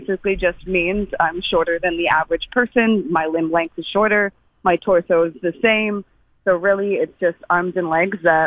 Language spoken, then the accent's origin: English; Caledon, Ontario, Canada; also born or lived in New Zealand; I grew up in a town called Caledon, which is like an hour north of Toronto.